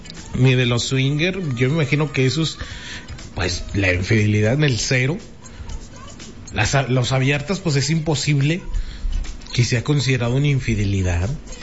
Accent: Mexico; porque soy mexicano

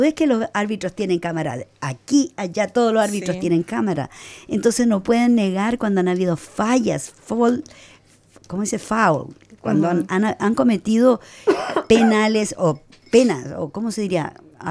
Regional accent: Chile; Y yo soy chilena y tampoco estoy de acuerdo con lo que han hecho.

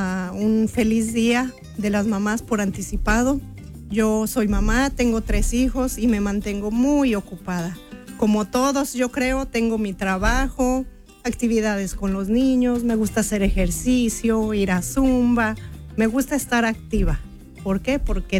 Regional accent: Amealco, Querétaro, Mexico; Yo soy originaria de Amealco, Querétaro.

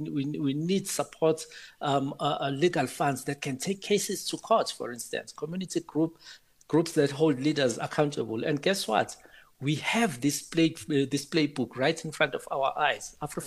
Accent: South Africa

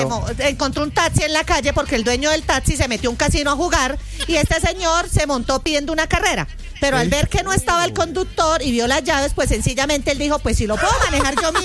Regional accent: Colombia

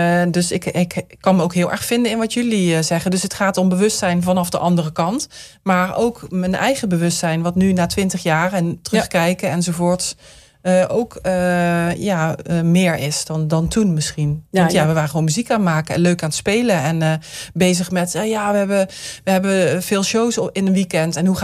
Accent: Rotterdam, South Holland, Netherlands; Ik kom ook uit Rotterdam

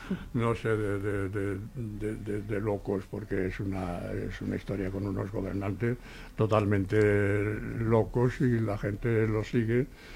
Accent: Seville, Andalusia, Spain; now in Barcelona, Spain; lo mismo que nosotros cuando vinimos de Sevilla.

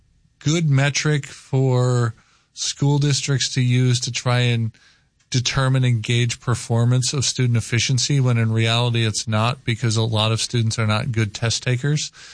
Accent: Appleton, Wisconsin, United States; this luncheon that was held in my hometown, Appleton, Wisconsin, the home of the John Birch Society

